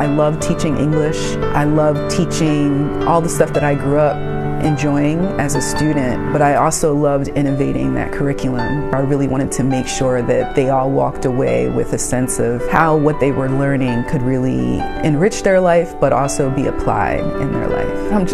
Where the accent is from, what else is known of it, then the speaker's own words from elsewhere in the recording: Ambler, Pennsylvania, United States; also born or lived in Germantown; I was born in Germantown. I was raised in Montgomery County in the towns of Ambler, PA, North Wales, PA. I am a product of Black people who came from Virginia to Ambler to work in the asbestos factories there.